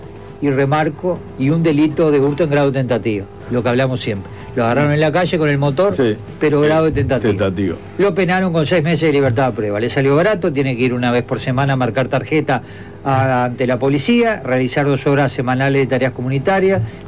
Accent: Argentina; Hace un rato vi un cartel en la vieja estación La Sierra, allá en mi pueblo, en Gregorio Henares.

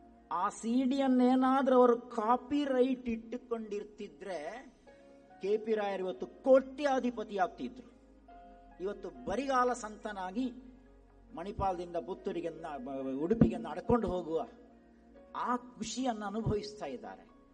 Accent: Karnataka, India; accent: Dakshina Kannada Kannada; Kannada is a second language

